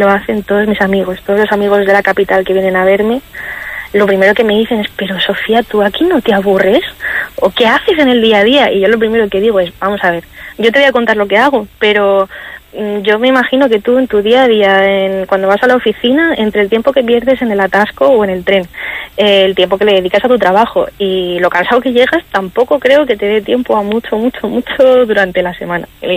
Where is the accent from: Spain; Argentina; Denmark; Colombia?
Spain; Villanueva de la Cañada, Community of Madrid; A ver, yo es verdad que no soy de Madrid centro-centro, o sea, que tampoco fue tan grande la diferencia. Era de lo que antes era un pueblo, Villanueva de la Cañada, en el oeste de Madrid.